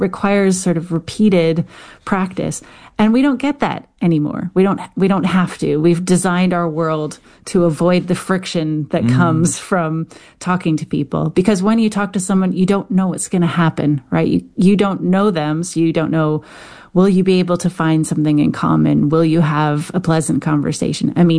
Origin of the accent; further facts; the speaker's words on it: Canada; accent: Canadian; just with my funny Canadian accent.